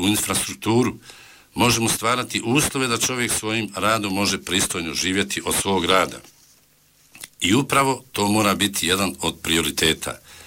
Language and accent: Bosnian; Doboj Istok, Federation of Bosnia and Herzegovina, Bosnia & Herzegovina; Rođen sam u Dobo Istoku i kroz cijeli svoj život ostao sam vezan za ovaj kraj.